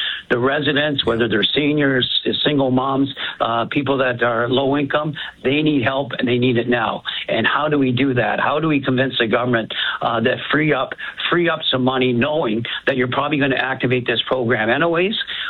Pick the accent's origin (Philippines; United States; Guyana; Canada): Canada; St. Catharines, Ontario; But St. Catharines was hit, you know, like I said, I'm from St. Catharines.